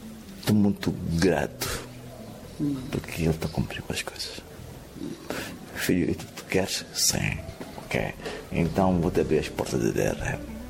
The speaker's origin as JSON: {"language": "Portuguese", "region": "Zambezia", "country": "Mozambique", "said": "Minha cultura. Minha identidade. Eu gosto de Uti. Uti é uma dança tradicional da minha terra."}